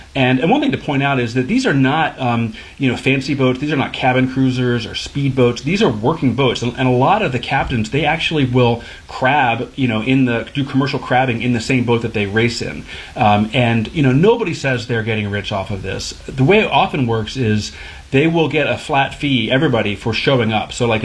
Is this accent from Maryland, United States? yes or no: yes; Maryland, United States; Yeah, I didn't realize it either, and I'm from Maryland.